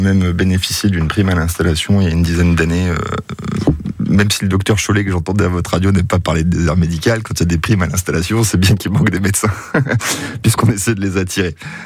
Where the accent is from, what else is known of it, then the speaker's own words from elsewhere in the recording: Provence-Alpes-Côte d'Azur, France; born there; moved away as an adult; also born or lived in Marseille; now in Cotentin, France; j'ai fait mes études à Marseille, je suis sudiste, je suis né dans le Vaucluse, je vis ici et j'en suis très heureux et je changerai pas.